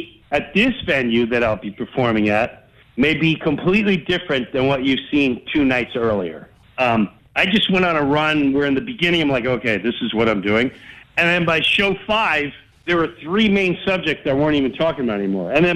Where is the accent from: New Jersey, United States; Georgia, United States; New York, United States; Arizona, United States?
New York, United States; Long Island; growing up in Long Island